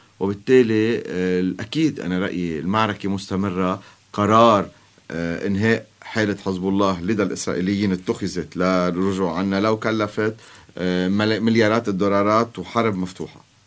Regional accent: Lebanon; أنا شخصيا كمواطن لبناني وكسياسي لبناني

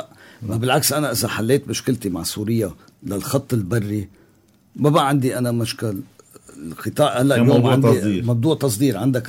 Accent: Lebanon; ونحن من سنين القديمه عم نشتغل وعنا ارضيه بالخليج كلبنانيه

